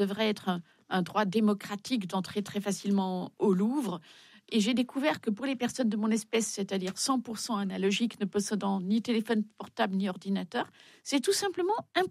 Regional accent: Belgium; Je suis belge.

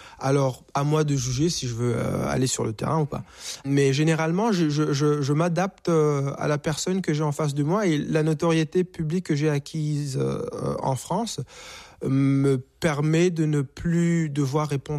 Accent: Rwanda; now in Canada; On me disait, tu viens d'où ? Je suis d'origine rwandaise. Étais-tu là pendant le génocide ? Oui, mais ma famille va bien.

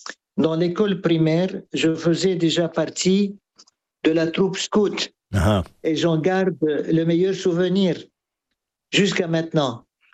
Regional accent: Aleppo, Aleppo Governorate, Syria; J'ai grandi donc à Alep et scolarisé dans une école catholique et dans une famille nombreuse de 9 enfants.

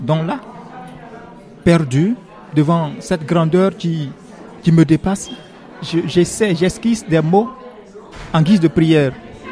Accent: Côte d’Ivoire; je suis originaire de la Côte d'Ivoire, là, j'ai 36 ans, je suis le fils aîné d'une famille de 7 enfants. Alors, je ne viens pas d'une famille chrétienne

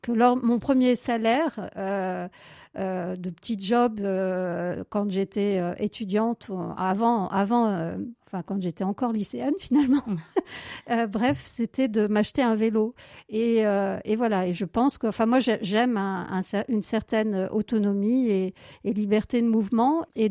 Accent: Centre-Val de Loire, France; also born or lived in Paris; Je suis née en 1972 à Paris. Et j'ai grandi une petite partie en ville. Et puis ensuite, mes parents ont déménagé du côté de l'Eure-et-Loire vers Chartres, Châteaudun.

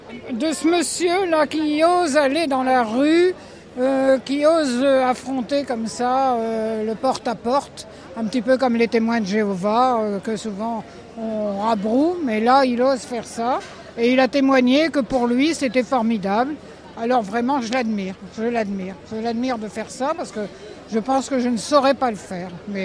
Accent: Aire-sur-la-Lys, Hauts-de-France, France; D'Air sur la Lys.

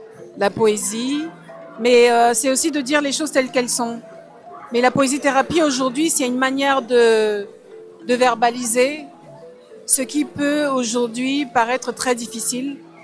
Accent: Littoral, Cameroon; moved away as an adult; now in France; Moi, je viens du Cameroun, je suis d'originaire Cameroun.

